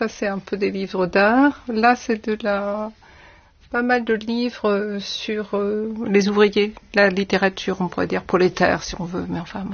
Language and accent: French; Réunion; je viens de La Réunion, c'est un axe Afrique-Asie, donc on est très loin de la France